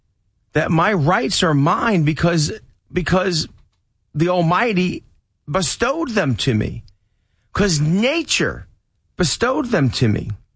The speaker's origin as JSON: {"language": "English", "region": "Maryland", "country": "United States", "said": "sitting in City Hall here in Baltimore, if you say to them that my rights as an American, my rights as a Marylander comes from God"}